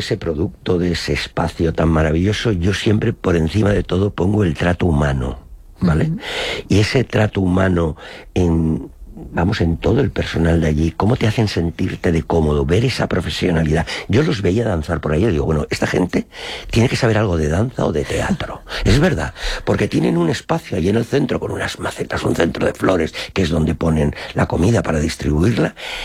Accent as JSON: {"language": "Spanish", "town": "Monóvar", "region": "Valencian Community", "country": "Spain", "said": "soy de Monóvar"}